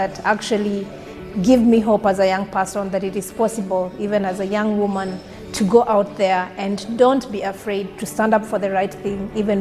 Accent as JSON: {"language": "English", "region": "Nyeri County", "country": "Kenya", "tie": "born or raised there", "said": "I grew up in Kenya's most forested region, and that is in Nyeri County."}